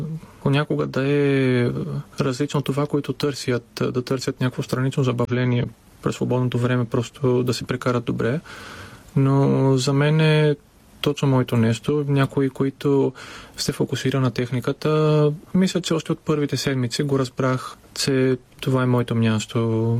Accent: Veria, Central Macedonia, Greece; Bulgarian is a second language; moved away as an adult; also born or lived in Larissa, Greece; now in Sofia, Bulgaria; родния ми град Верия

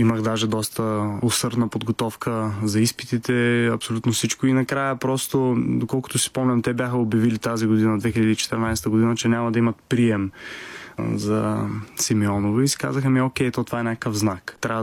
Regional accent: Targovishte, Targovishte Province, Bulgaria; И аз съм от Търговище, малко градче, растейки

